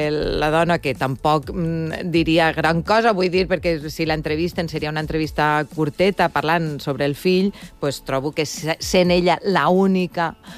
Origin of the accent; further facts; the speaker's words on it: Valencian Community, Spain; jo sóc valenciana, tu saps ben bé, tu també.